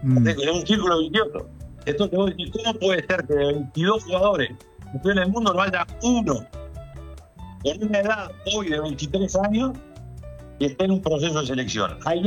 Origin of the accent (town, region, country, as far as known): Uruguay